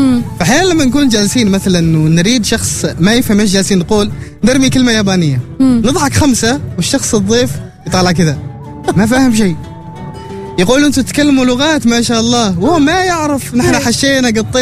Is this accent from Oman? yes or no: yes; Oman; أنا عماني 100%